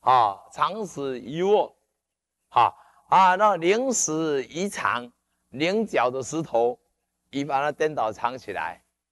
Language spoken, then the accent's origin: Chinese; China; 那么我们中国人的庭园呢，丑、瘦、漏、透